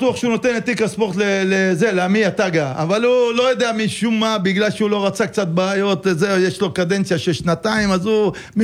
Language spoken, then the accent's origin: Hebrew; Netanya, Central District, Israel; אני גדלתי בנתניה, נתניה תשורתי, נולדתי בנתניה שורשי, גדלתי בשכונת עוני קשה